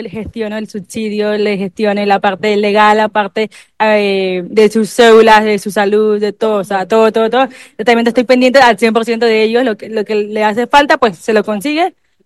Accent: La Chorrera, Panamá Oeste, Panama; De aquí, de Chorrera.

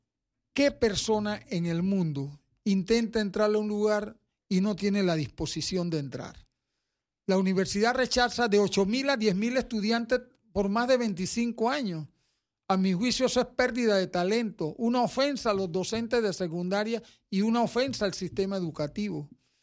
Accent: Panama

